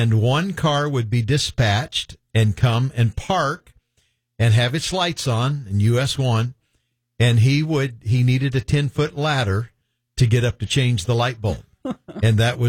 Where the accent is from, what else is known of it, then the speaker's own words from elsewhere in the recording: Hobe Sound, Florida, United States; Amazing growing up in Hope Sound.